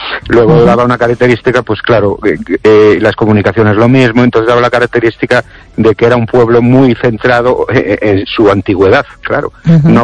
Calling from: Ourense, Galicia, Spain; Buenas noches, Esther y oyentes … de Orense.

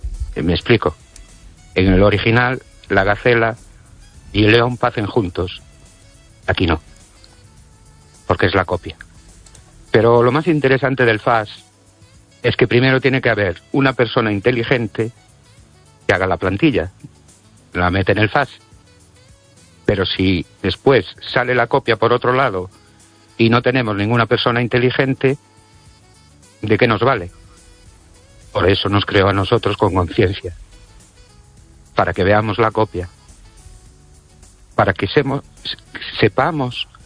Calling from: Brens, Galicia, Spain

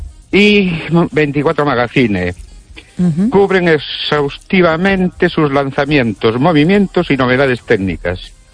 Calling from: Ourense, Galicia, Spain; de Orense.

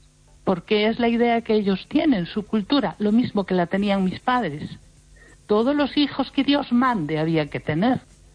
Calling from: Lugo, Galicia, Spain

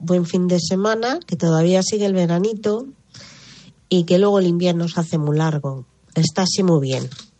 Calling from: As Neves, Galicia, Spain; de las Neves

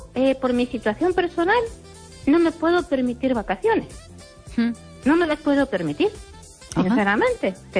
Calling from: Ourense, Galicia, Spain; de Orense.

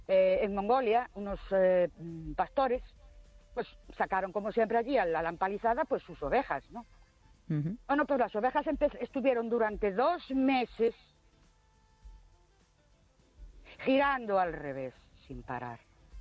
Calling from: Ourense, Galicia, Spain; Buenas noches. … de Ourense.

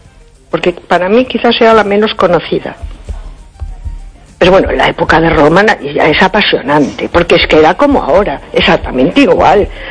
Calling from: A Coruña, Galicia, Spain; Soy … de Coruña.

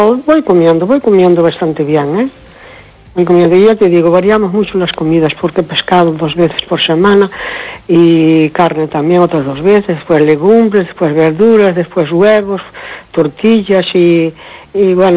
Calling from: Cespón, Galicia, Spain; de Cespón.

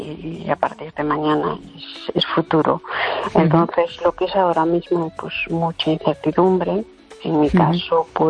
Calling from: Teo, Galicia, Spain; De Teo, Santiago.

